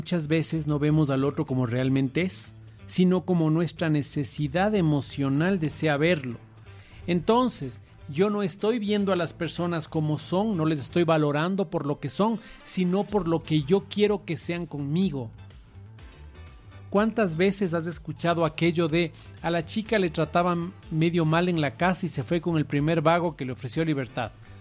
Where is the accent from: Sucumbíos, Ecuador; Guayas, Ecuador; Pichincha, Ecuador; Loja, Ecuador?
Pichincha, Ecuador; Quito; yo nací aquí, pero que nacer aquí no me da privilegio de nada, que soy tan ecuatoriano como el resto, que debo velar por las necesidades de los demás, que debo preocuparme porque quiteño como soy